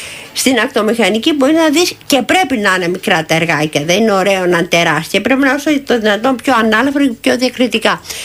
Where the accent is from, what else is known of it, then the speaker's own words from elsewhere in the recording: Athens, Attica, Greece; Γέννημα Θρέμα, εγώ γεννήθηκα στην Αθήνα, ο πατέρας μου ήταν Καλαματιανός και η μητέρα μου Κυρκυραία.